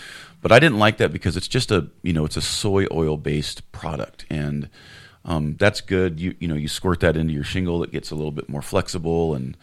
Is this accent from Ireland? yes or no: no; Cottonwood, California, United States; Right down the street, and I went to West Cottonwood Schools, West Valley High School.